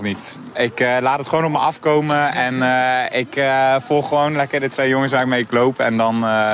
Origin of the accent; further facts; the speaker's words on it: Nijmegen, Gelderland, Netherlands; Ik kom zelf uit Nijmegen en ik heb nu...